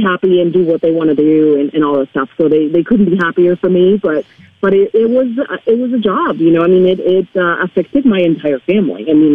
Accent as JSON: {"language": "English", "country": "Spain", "first_language": "Spanish", "second_language": "English"}